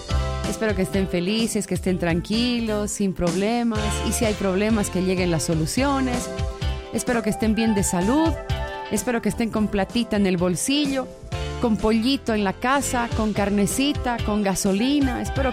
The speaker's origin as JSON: {"language": "Spanish", "country": "Bolivia", "said": "Somos hermanos bolivianos"}